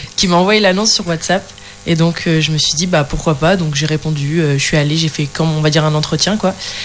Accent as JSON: {"language": "French", "town": "Lezennes", "region": "Hauts-de-France", "country": "France", "said": "Moi, je suis de Lezen."}